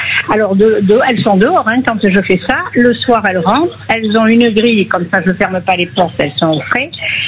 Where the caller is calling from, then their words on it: Saint-Laurent-Médoc, Nouvelle-Aquitaine, France; Je suis dans la Nouvelle-Aquitaine, je suis à Saint-Laurent-du-Médoc.